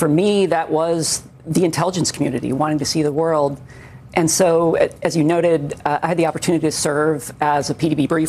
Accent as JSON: {"language": "English", "region": "Hawaii", "country": "United States", "tie": "born or raised there", "said": "as I grew up in Hawaii"}